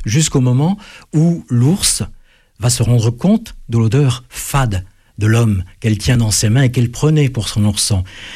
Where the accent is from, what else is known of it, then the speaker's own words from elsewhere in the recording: Auvergne-Rhône-Alpes, France; Je connais bien l'Ardèche parce que c'est ma région d'origine avec la Drôme.